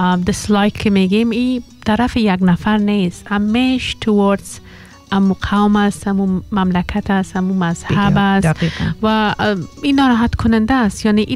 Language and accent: Persian; Afghanistan; ما کل ما افغان هستیم، ما کل ما سیم هریتیج داریم، یک مملکت داریم و یک دین اسلام داریم